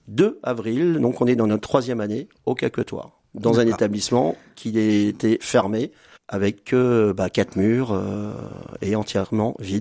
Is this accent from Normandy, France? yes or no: no; Mer, Centre-Val de Loire, France; je suis donc originaire de Mer